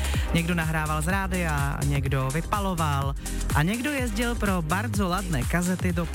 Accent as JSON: {"language": "Czech", "region": "Krkonoše", "country": "Czechia", "said": "Hele, já jsem z Krkonoš, takže jako my jsme přes Harachov jezdili do Jelení góry."}